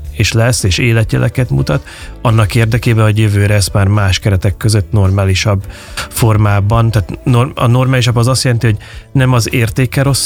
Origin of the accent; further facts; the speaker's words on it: Székesfehérvár, Fejér, Hungary; now in Budapest, Hungary; Én egy székesfehérvári panel lakásban nőttem fel